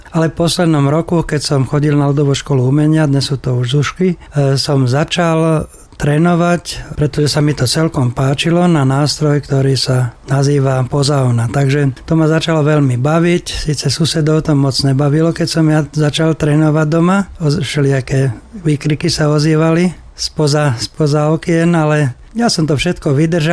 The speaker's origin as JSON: {"language": "Slovak", "town": "Modra", "region": "Bratislava Region", "country": "Slovakia", "tie": "born there", "moved": "yes", "lives_now": "Plavecký Štvrtok, Slovakia", "said": "Otec bol zo Svinej, to je pri Trenčíne, takže my sme takí poloviční záhoráci. Ja teraz bývam na Záhori v Plaveckom štvrtku, ale narodil som sa v Modre."}